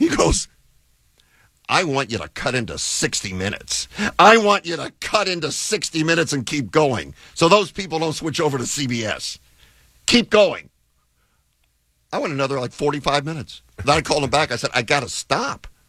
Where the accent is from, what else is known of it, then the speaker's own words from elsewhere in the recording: Los Angeles, California, United States; Again, we're from Los Angeles. Nobody knows us, and we shouldn't even be in there.